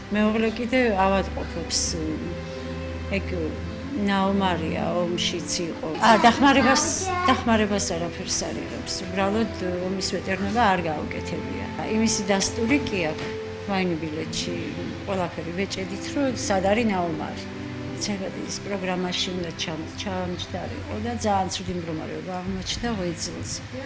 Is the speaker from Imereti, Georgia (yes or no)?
no; Mestia, Samegrelo-Zemo Svaneti, Georgia; moved away as an adult; now in Tbilisi, Georgia; მე თვითონ მესტიიდან ვარ.